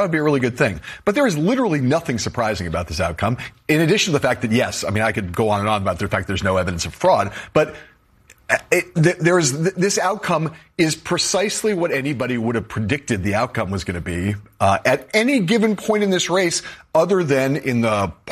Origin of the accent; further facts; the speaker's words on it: Los Angeles, California, United States; Speaking as someone born and raised in Los Angeles, it's democratic.